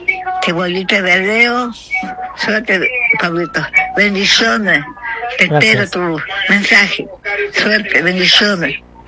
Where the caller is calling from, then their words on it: Misiones, Argentina; Te habla la abuelita de Parque Adanza, calle 28, calle 120, casa 4, zona 12.